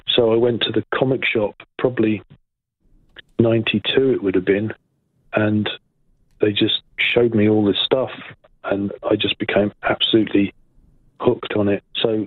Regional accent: England, United Kingdom; it sort of started when I was about 6 or 7 with the Beano, because I'm English, right?

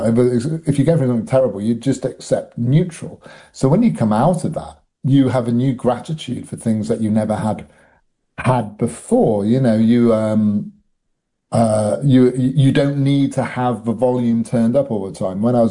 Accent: United Kingdom; drink was always a problem growing up in Britain and our sort of drink culture over here.

